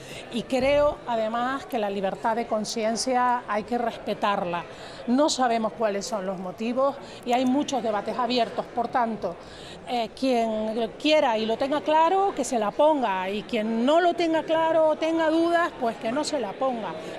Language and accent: Spanish; Canary Islands, Spain